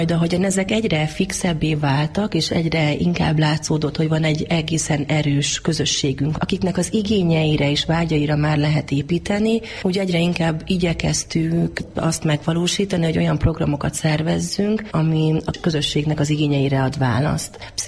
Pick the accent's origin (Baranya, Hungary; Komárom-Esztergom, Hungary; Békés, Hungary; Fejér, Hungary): Békés, Hungary; Gyula; moved away as an adult; also born or lived in Budapest; a gyulai lét, ugye visszaköltözni, de gyula, hiszen én gyulai vagyok, azért az csak az elmúlt 5-6 évben történt meg